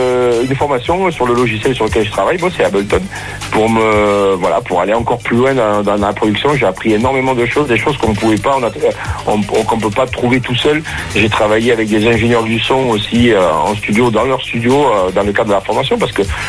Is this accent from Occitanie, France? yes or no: yes; Occitanie, France; born there; On sera dans mon village natal, comme chaque année.